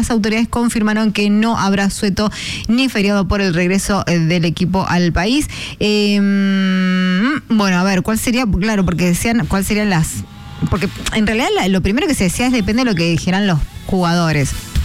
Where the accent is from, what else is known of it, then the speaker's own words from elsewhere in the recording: Argentina; como argentinos luchadores y resilientes que somos